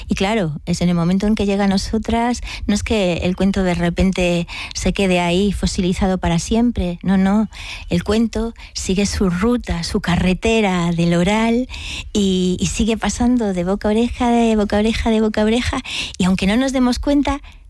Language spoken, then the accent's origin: Spanish; Galicia, Spain